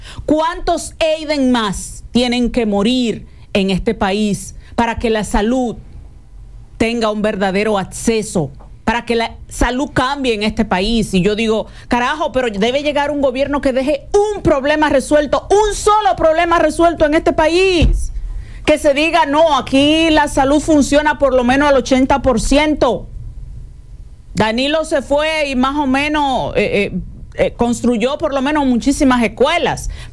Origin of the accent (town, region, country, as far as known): Dominican Republic